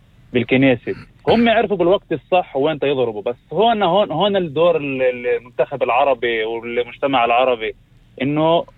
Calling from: Umm al-Fahm, Haifa District, Israel; من المفاهم.

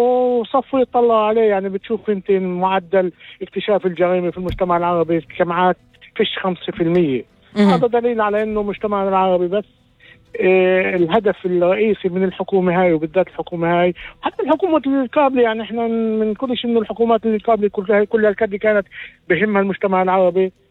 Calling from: Haifa, Haifa District, Israel

